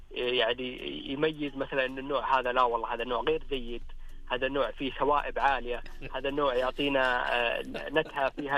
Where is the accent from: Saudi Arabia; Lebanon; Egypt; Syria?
Saudi Arabia; حنا كسعوديين